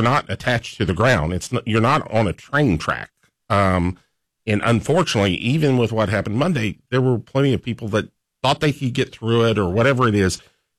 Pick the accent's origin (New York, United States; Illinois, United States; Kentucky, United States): Kentucky, United States; Vine Grove; now in Lexington, United States; And I'm not originally from Lexington. I grew up in a small community, Vine Grove, over in Hardin County.